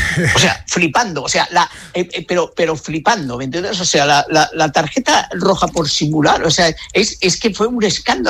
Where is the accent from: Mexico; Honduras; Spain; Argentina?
Spain; yo soy muy español